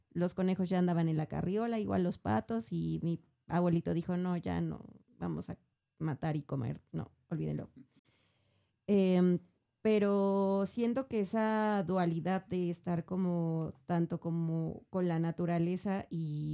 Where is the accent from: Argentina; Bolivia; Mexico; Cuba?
Mexico; Mexico City; Xochimilco está como a 2 horas de todo y en las mañanas está como a 3 horas de todo por el tráfico, porque aparte yo vivo en un lugar donde bajan todos los pueblitos